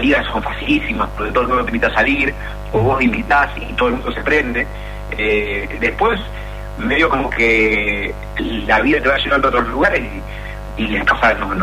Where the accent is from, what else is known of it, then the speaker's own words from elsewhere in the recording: Bernardo de Irigoyen, Santa Fe, Argentina; moved away as an adult; also born or lived in Rosario; now in Buenos Aires, Argentina; yo me había venido recién a Buenos Aires a vivir, que vengo del interior de Rodríguez de Santa Fe.